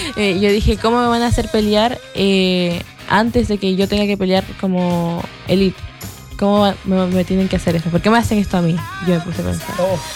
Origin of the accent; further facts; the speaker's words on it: Peru; now in Castro, Chile; Soy peruana.